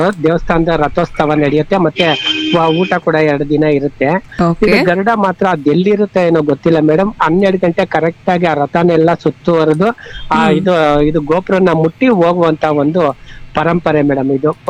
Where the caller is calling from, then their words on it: Bengaluru, Karnataka, India; ಬೆಂಗಳೂರಿನಿಂದ